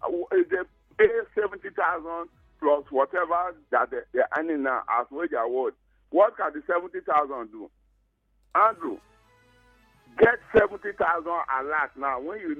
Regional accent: Benin City, Edo, Nigeria; when I was growing up in Benin

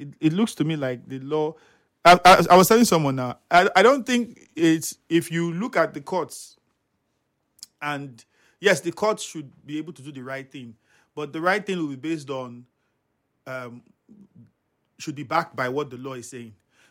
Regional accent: Nigeria; as a Nigerian, speaking as a Nigerian

